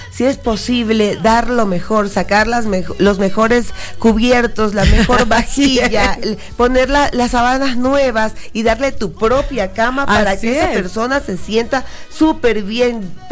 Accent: Portoviejo, Manabí, Ecuador; now in Quito, Ecuador; soy manabita y que soy hecha en Ecuador

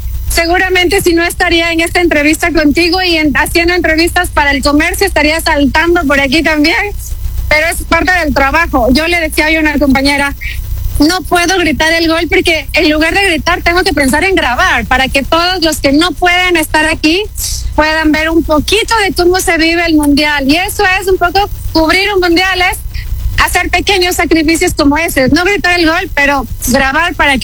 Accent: Ecuador; moved away as an adult; now in Los Angeles, United States; Yo no llevo mucho tiempo fuera de mi país, un año y medio

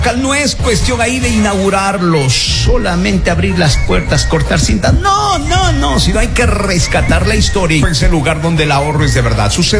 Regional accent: Ecuador; No fue tan bien en el primer partido, pero somos ecuatorianos, de emoción se vive

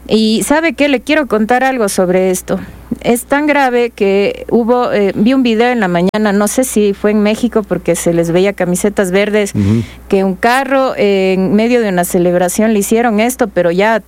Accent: Ecuador; Se sintió horrible, como ecuatorianos.

